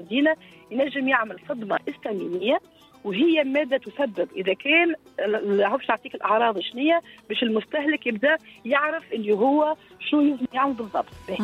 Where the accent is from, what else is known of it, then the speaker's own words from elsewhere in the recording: Tunisia; عندنا في تونس